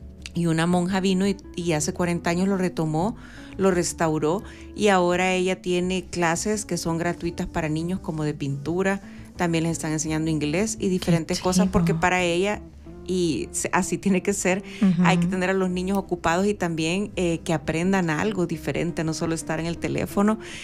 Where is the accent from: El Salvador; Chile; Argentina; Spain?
El Salvador